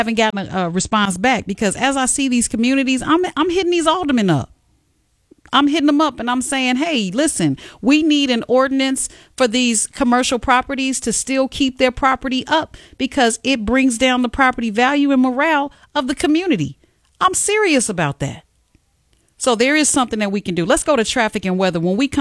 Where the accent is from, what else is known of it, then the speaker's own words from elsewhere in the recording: Calumet City, Illinois, United States; also born or lived in Chicago; my old neighborhood where I grew up over in Cal City.